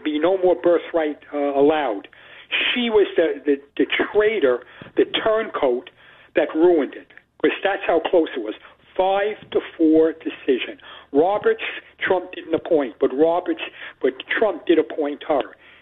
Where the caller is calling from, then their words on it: United Kingdom; as we British say.